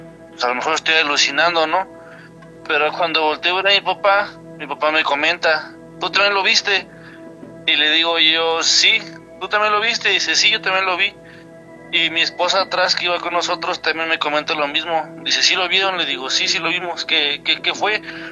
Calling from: El Marqués, Querétaro, Mexico; El Marqués Querétaro.

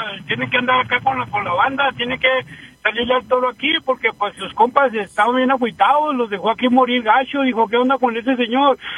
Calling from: Colorado, United States; ¿Cómo está el tiempo de aquí en Colorado?

